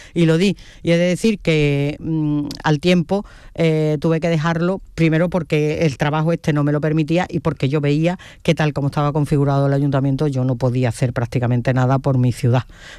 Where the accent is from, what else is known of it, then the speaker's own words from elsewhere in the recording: Huelva, Andalusia, Spain; Entonces, yo puedo ser muy de Huelva, pero yo soy andaluza.